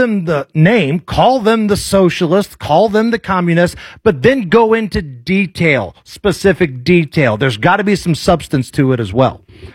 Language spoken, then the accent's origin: English; Beech Grove, Indiana, United States; also born or lived in Muncie, Indiana; I grew up in Beech Grove, then I went to school in Muncie.